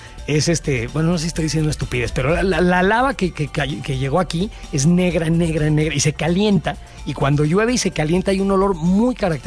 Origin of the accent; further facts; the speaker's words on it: Coyoacán, Mexico City, Mexico; Coyoacán, en el sur de la ciudad, el Pedregal, de donde soy, tiene un olor característico, sobre todo cuando llueve.